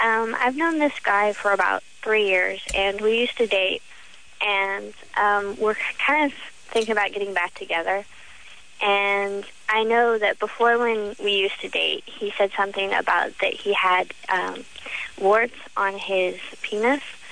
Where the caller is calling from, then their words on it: Iowa, United States; I'm actually from Iowa.